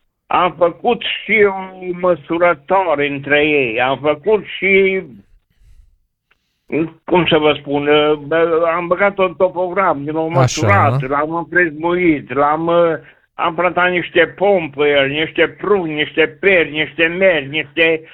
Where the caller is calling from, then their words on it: Baia Sprie, Maramureș County, Romania; sunt din Baia Sprie